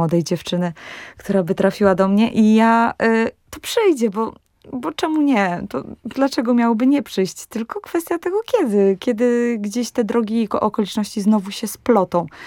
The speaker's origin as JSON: {"language": "Polish", "town": "Łódź", "region": "Łódź Voivodeship", "country": "Poland", "said": "jestem z Jaracza, jestem stąd."}